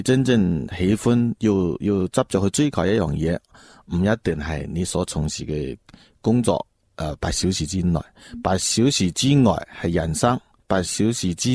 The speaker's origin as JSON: {"language": "Cantonese", "region": "Lingnan", "country": "China", "tie": "born or raised there", "said": "我自细到大生于岭南，长于岭南，喺一片山水土地啊培育咗我，所见所闻都系岭南嘅嘢最多，"}